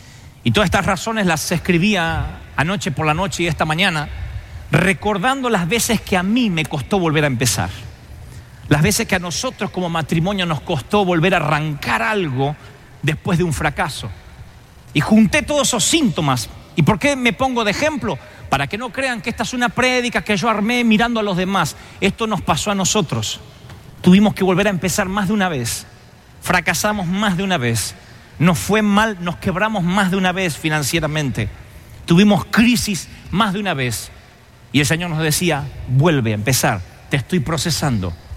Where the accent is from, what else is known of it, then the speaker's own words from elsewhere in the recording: Argentina; Eso porque soy argentino, ¿eh?